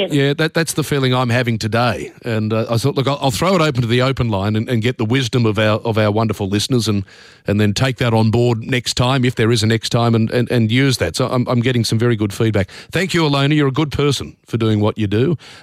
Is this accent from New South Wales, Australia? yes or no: yes; Parramatta, New South Wales, Australia; I grew up around Parramatta. I know the situation there.